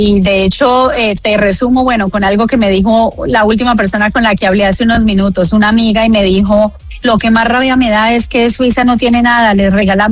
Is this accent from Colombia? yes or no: yes; Colombia